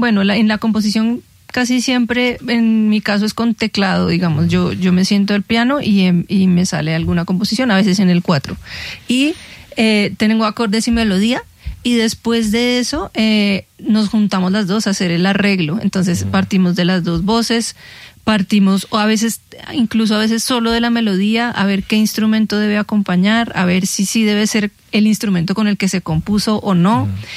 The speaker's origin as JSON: {"language": "Spanish", "town": "Bogotá", "region": "Bogotá Capital District", "country": "Colombia", "said": "pero al final nosotras somos de Bogotá, somos de clima frío."}